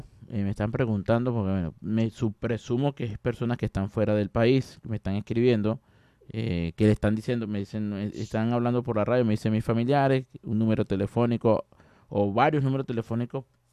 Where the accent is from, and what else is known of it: Venezuela